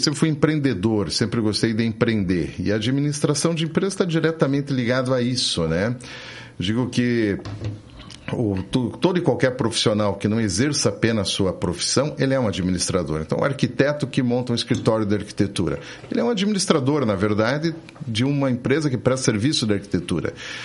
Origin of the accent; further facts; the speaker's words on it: Clevelândia, Paraná, Brazil; Eu sou de Clevelândia, sudoeste do Paraná.